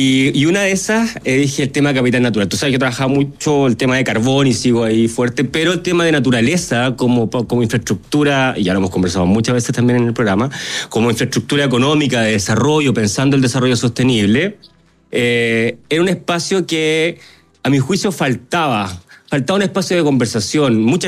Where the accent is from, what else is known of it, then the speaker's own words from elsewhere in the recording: Chile; la gran mayoría somos chilenos con preocupaciones, yo diría, muy locales